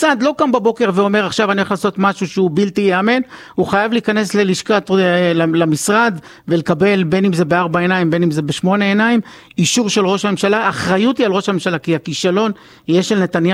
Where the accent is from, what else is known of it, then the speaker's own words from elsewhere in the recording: Beersheba, Southern District, Israel; born there; moved away; also born or lived in Ashdod / Kfar Aza; אני חייתי וגרתי, נולדתי בבאר שבע, אחרי זה אשדוד, כפר עזה, אני מכיר קצת את המחוזות האלה